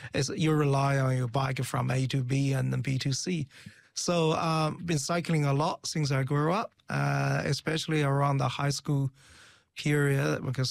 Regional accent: Beijing, China; now in New Zealand; Grew up in, born and bred in Beijing, north of China, capital city

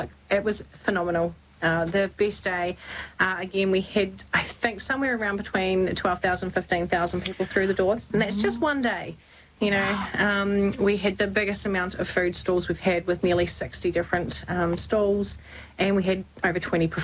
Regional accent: New Zealand; You know, being a New Zealander, you are ethnic.

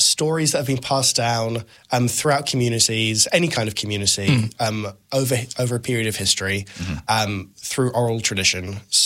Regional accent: England, United Kingdom; moved away; I'm from England

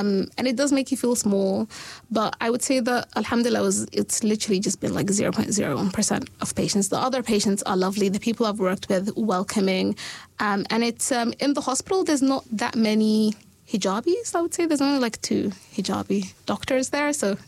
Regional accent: Sudan; also born or lived in United Kingdom; now in Dunedin, New Zealand; so I'm from Sudan, so obviously I'm a black Muslim and I wear the hijab. So I am black and I'm Muslim, you know, and I wear the hijab.

